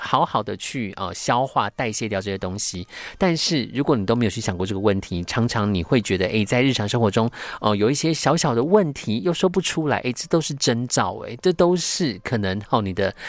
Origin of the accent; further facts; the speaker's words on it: Taiwan; 想想看，我们台湾人现在真的是饮食第一个很西化